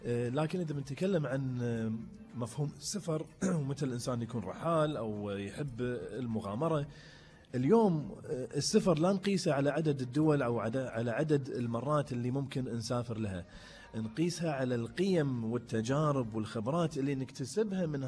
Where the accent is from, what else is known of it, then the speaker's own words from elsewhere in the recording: Kuwait; ونرجع مرة ثانية الكويت ونحوس فيها شوية ونكتشف الأماكن التاريخية والحضارية والسياحية اللي تمتلكها ديرتنا الحبيبة